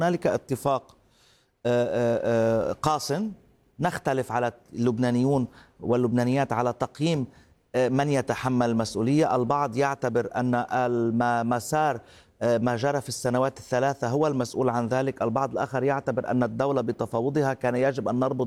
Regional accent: Lebanon; نحتاج كلبنانيين ولبنانيات

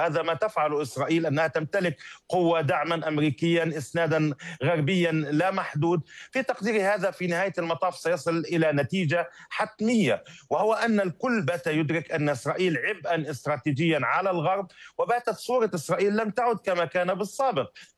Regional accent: Palestine; وأننا لم ننجح كفلسطينيين

